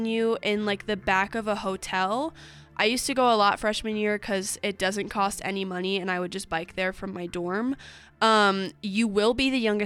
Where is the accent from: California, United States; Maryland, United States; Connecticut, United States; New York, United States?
Maryland, United States; moved away; I'm from Maryland.